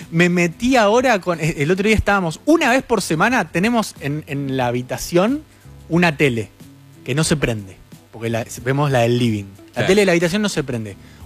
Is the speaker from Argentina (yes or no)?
yes; Argentina; Y lo mismo, y lo sufrimos todos como argentinos en el Mundial.